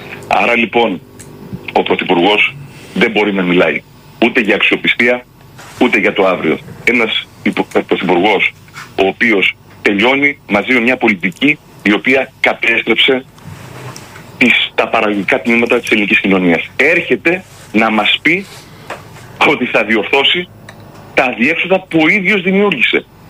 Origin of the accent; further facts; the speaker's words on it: Piraeus, Attica, Greece; εγώ ως Πειραιώτης είμαι του ρεμπέτικου